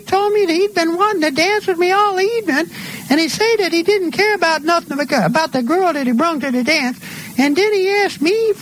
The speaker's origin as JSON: {"language": "English", "town": "Bessemer", "region": "Alabama", "country": "United States", "tie": "born there", "moved": "as an adult", "lives_now": "New York City, United States", "said": "I was born in Bessemer, Alabama."}